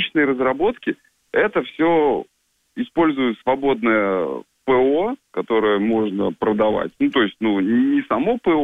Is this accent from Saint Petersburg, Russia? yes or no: no; Cheboksary, Chuvashia, Russia; now in Moscow, Russia; Я сам чуваш, Чебоксар.